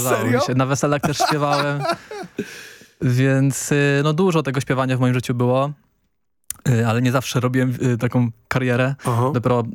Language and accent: Polish; Młynne, Lesser Poland, Poland; also born or lived in Kraków / Katowice / London; Tak, ja w ogóle pochodzę z Młynnego, koło Limanowej, więc jeszcze mniejsza wioseczka. A w Krakowie rzeczywiście mieszkałem, potem w Katowicach.